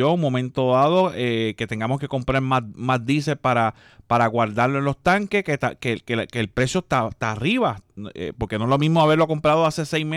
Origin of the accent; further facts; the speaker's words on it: Quebradillas, Puerto Rico; Así dicen allá en mi pueblo de Quebradilla.